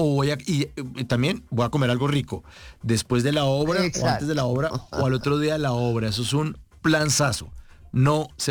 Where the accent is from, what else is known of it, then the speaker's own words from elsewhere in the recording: Bogotá, Colombia; now in Medellín, Colombia; Yo soy bogotano, estoy viviendo en Medellín.